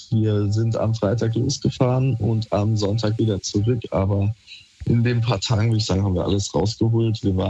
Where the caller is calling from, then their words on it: Aachen, North Rhine-Westphalia, Germany; Ich bin aus Aachen, das stimmt.